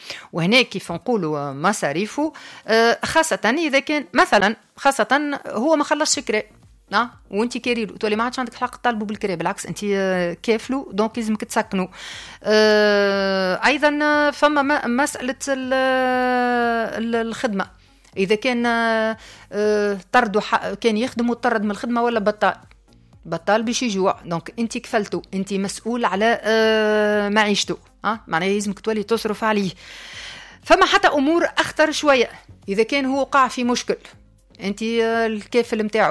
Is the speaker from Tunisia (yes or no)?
yes; Tunisia; احنا بون تونسي نعرفوا العبارات القانونية أو العبارات معنى هذه الكلها نستعملها بالفرنسية